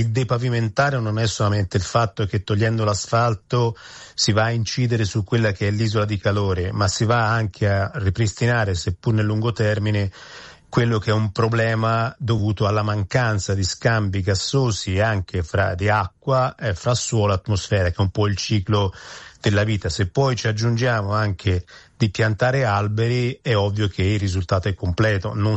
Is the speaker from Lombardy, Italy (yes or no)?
no; Florence, Tuscany, Italy; io appunto sono di Firenze